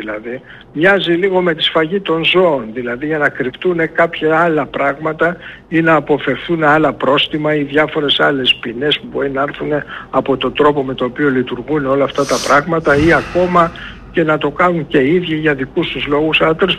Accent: Egypt; είμαστε από την Αίγυπτο όταν ήρθαμε, πήγαν και δουλέψαν στα άσπρα σπίτια στην Πεσινέ.

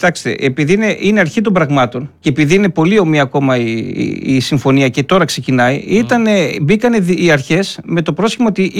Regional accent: Delta, Central Macedonia, Greece; Είπαμε, είμαστε από τον Δήμο Δέλτα.

